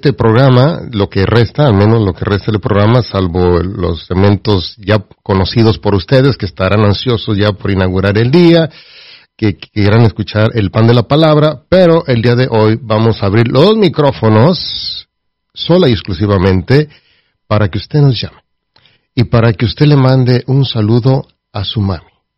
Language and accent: Spanish; Mexico; Sí, porque siendo mexicanas las celebramos el día 10 y el segundo domingo de mayo